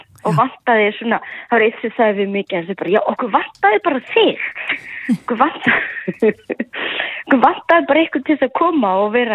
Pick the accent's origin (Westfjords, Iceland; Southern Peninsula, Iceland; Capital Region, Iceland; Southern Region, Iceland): Westfjords, Iceland; Patreksfjörður; also born or lived in Denmark; En ég er fætt uppalinn á Patisfirði en ég var 15 því flutti söður í skóla og svo bjó ég 14 ári í Danmörku.